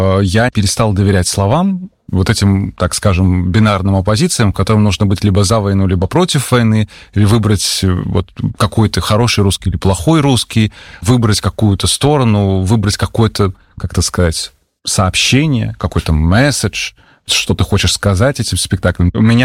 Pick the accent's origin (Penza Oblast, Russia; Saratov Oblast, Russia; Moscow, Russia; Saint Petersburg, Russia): Saint Petersburg, Russia; moved away as an adult; now in Yerevan, Armenia; я же из Петербурга